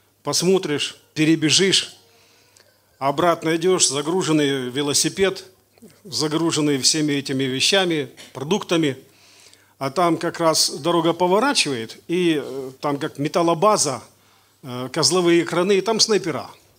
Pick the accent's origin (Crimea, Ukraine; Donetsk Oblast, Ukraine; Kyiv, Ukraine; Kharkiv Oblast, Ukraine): Donetsk Oblast, Ukraine; Mariupol; moved away as an adult; now in Belgorod, Russia; Я из Мариуполя. Семья моя из Мариуполя. В 23-м году после всех этих событий мы переехали в Белгород.